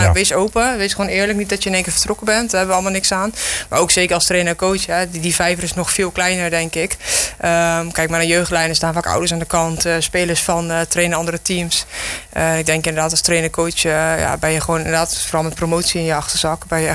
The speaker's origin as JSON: {"language": "Dutch", "region": "Overijssel", "country": "Netherlands", "moved": "yes", "lives_now": "Rijswijk, Netherlands", "said": "Nou, in de basis kom ik natuurlijk uit Twente, bij Apollo 8 weg."}